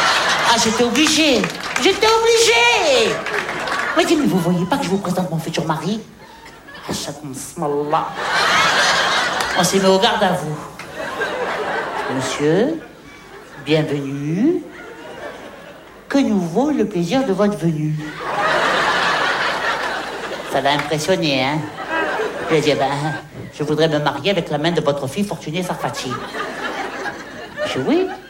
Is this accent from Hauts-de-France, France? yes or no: yes; Hauts-de-France, France; Mais non, je suis du Pas-de-Calais. Je suis Pas-de-Calais.